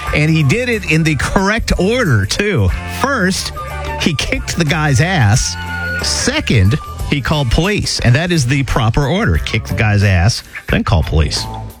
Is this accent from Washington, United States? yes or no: no; Milwaukee, Wisconsin, United States; moved away; I'm actually from Milwaukee, and they take drinking seriously up there.